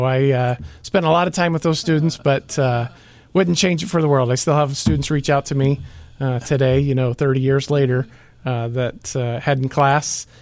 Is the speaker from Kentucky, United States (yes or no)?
no; Farmington, Illinois, United States; I grew up in Farmington, Illinois, so I was a Farmington farmer.